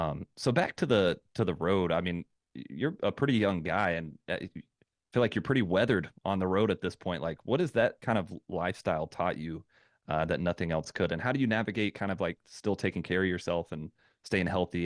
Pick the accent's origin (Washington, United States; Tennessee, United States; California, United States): Tennessee, United States; I grew up in Southeast Tennessee here